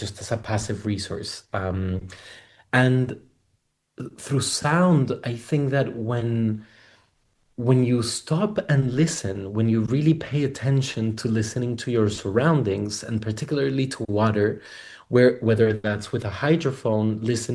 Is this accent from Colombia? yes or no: yes; Colombia; now in Spain; that I think is quite interesting is in Colombia, where I'm originally from. I live in Spain, but I'm from Colombia.